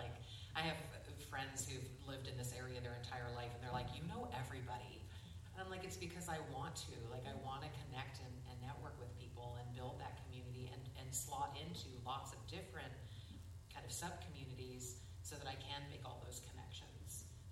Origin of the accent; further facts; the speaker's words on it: Texas, United States; moved away; I grew up in Texas